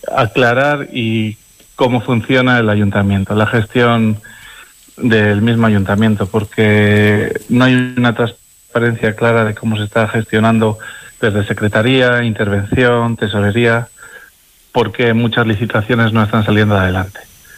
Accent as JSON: {"language": "Spanish", "town": "Venta de Baños", "region": "Castile and León", "country": "Spain", "said": "Yo soy de Venta de Baños"}